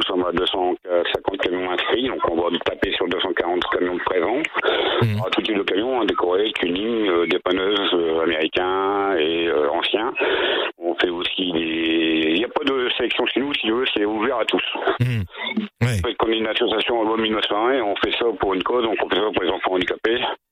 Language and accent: French; Hauts-de-France, France; Les Ch'tis parce qu'on est du Nord, Truckers parce qu'on est tous des routiers.